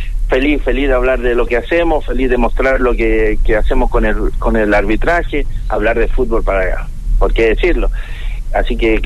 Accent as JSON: {"language": "Spanish", "town": "Santiago", "region": "Santiago Metropolitan Region", "country": "Chile", "also_born_or_lived": "La Florida, Santiago / Rancagua", "moved": "as an adult", "lives_now": "Mostazal, Chile", "said": "Yo de Santiago de Chile"}